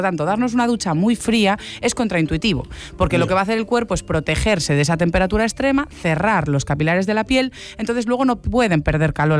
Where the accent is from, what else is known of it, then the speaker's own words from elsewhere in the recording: Galicia, Spain; pues obviamente, como gallega